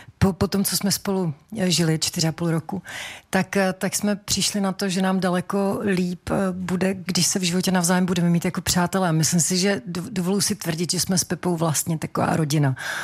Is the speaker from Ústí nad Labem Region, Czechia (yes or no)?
no; Brno, South Moravian Region, Czechia; moved away as an adult; also born or lived in Uherské Hradiště; now in Prague, Czechia; já jsem Brňačka, jak poleno.